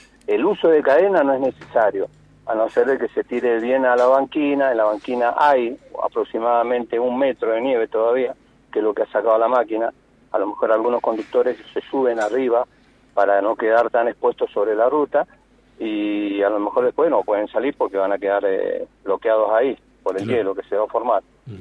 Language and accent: Spanish; Uspallata, Mendoza, Argentina; yo soy nacido y criado en Ushuaia